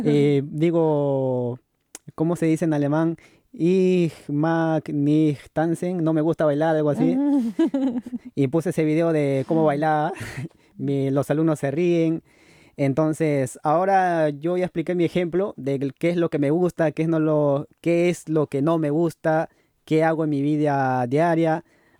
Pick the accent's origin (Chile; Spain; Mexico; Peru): Peru; moved away as an adult; now in Tübingen, Germany; aquí puedo divertirme, algo que no hacía en Perú.